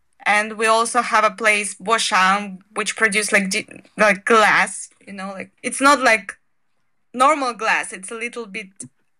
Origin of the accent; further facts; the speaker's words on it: Kazakhstan; English is a second language; now in China; But I'm from Kazakhstan and I really like Shandong because there is, I can see the sea. Because in Kazakhstan, you know, there is no sea.